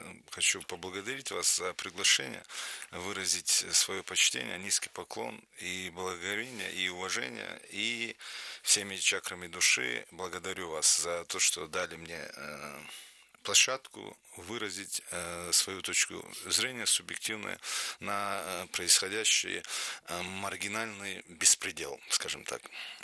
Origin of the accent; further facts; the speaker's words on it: Dagestan, Russia; я говорю сейчас именно о Дагестане, потому что я дагестанец